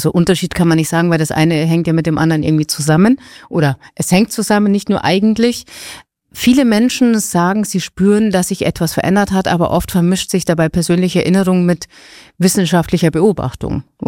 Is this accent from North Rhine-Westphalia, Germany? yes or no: no; Garmisch-Partenkirchen, Bavaria, Germany; Ich bin selbst bin auch aus Garmisch